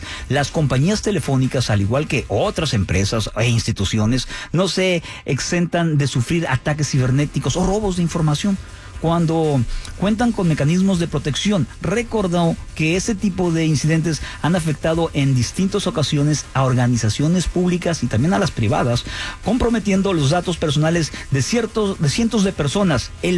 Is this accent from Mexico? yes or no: yes; Mexico